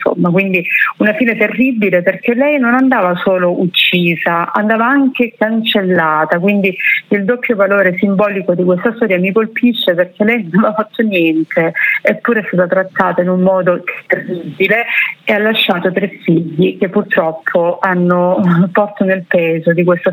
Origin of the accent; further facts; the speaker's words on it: Cinquefrondi, Calabria, Italy; un comune vicino al mio, lei viveva a Laureana di Borrello e io sono di Cinquefronte, quindi parliamo di 10 chilometri di distanza